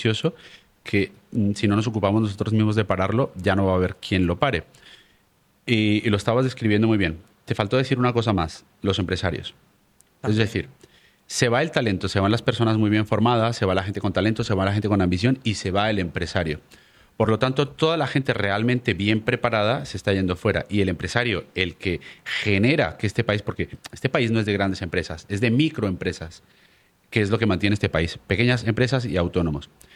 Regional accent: Colombia; moved away as an adult; now in Spain

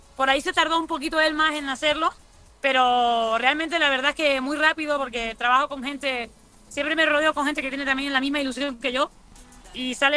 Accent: Spain; now in Mexico; siento que tengo mucho que decir como mujer, como persona, como española, con mi manera de cantar, de interpretarlo

